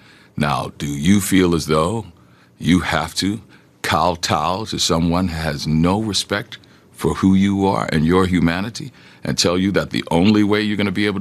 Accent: Louisiana, United States; I'm from Louisiana, 45,000 people had voted.

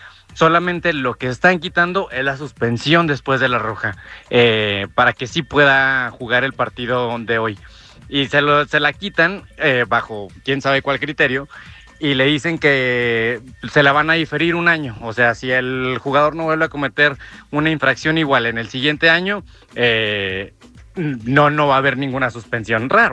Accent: Mexico; que yo sé que aquí somos todos mexicanos

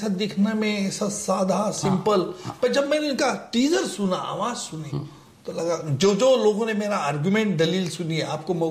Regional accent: Jalgaon, Maharashtra, India; moved away; मेरा गांव है, वहां बर्थ हुआ, वहां एजुकेशन हुआ, लेकिन जो हमारी एग्रीकल्चर लैंड है वो छोटा सा विलेज है

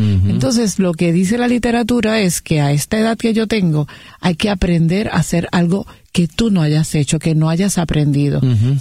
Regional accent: Río Piedras, Puerto Rico

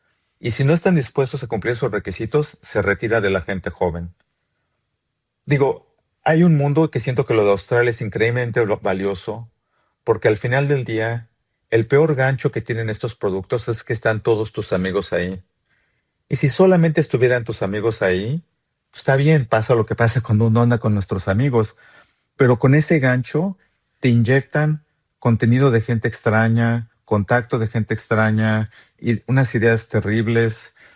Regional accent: Mexico; born there; also born or lived in England; Yo nací en México. Empecé a trabajar para IBM en la Ciudad de México a los 15 años.

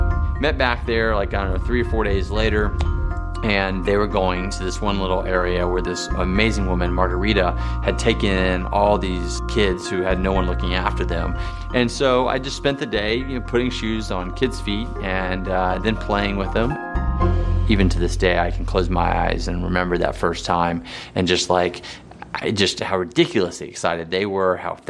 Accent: Texas, United States; now in Los Angeles, United States; I grew up in Texas riding horses some

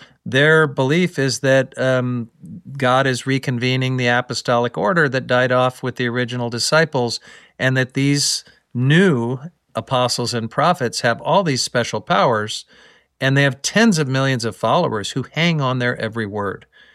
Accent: Independence, Missouri, United States; one of my high school basketball teammates and another kid that I grew up with in Independence, Missouri

